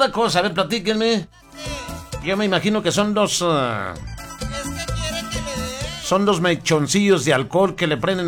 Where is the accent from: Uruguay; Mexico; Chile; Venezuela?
Mexico; ¿Cómo somos diablos los mexicanos, en serio?